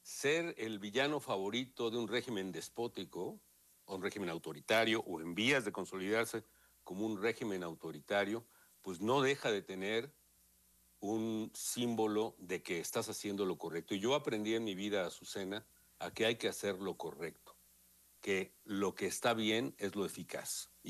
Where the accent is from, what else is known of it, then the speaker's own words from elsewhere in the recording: Mexico; yo soy tan mexicano como cualquiera. Tengo derechos y deberes con el país